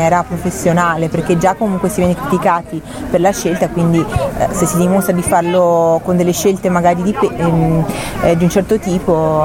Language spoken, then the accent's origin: Italian; Venice, Veneto, Italy; ovvio che io sono di un'isola di Venezia, no? Sono veneziana.